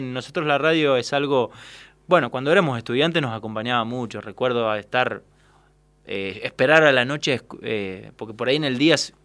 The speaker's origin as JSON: {"language": "Spanish", "town": "Melo", "region": "Cerro Largo", "country": "Uruguay", "tie": "born or raised there", "said": "En Melo, en mi pueblo."}